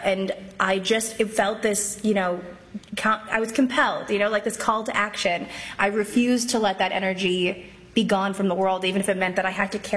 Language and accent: English; Canada; So, and I'm Canadian, so it's even worse.